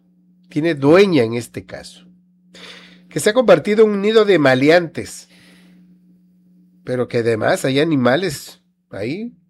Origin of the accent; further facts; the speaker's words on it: Tabasco, Mexico; estamos representando porque somos de Tabasco